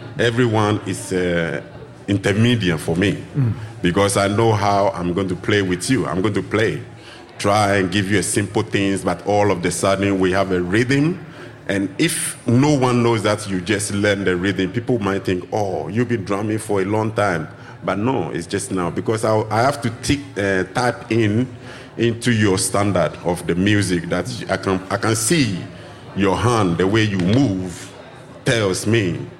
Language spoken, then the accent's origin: English; Nungwa, Greater Accra, Ghana; English is a second language; The capital of Ghana is Accra, and I come from a little village down there called Nungwa, and we celebrate a festival every year.